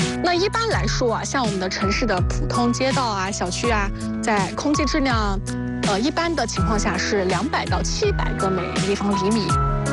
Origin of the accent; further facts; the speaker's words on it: Lu'an, Anhui, China; ，那现在呢，我是来到了位于我的老家安徽六安的安徽天堂寨风景区。